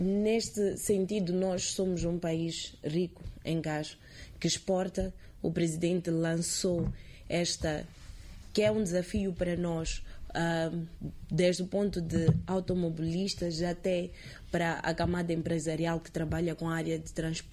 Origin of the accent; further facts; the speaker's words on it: Mozambique; nós, como moçambicanos